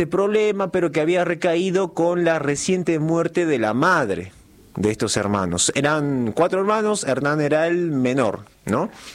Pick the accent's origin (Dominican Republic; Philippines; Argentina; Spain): Argentina; Yo tengo gratis, porque soy argentino.